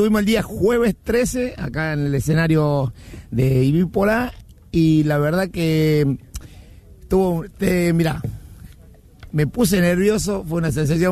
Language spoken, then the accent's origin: Spanish; Joaquín V. González, Salta, Argentina; soy de Joaquín B. González, departamento de Anta, Salta